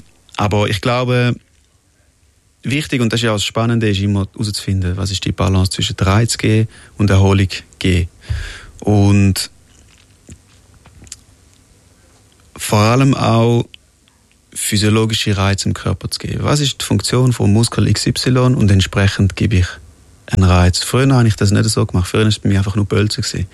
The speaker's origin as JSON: {"language": "German", "country": "Switzerland", "tie": "born or raised there", "said": "Aber ich bin Schweizer, ich bin mega stolz und für mich ist es mega schön gewesen, hier aufzuwachsen und ich will auch hier bleiben."}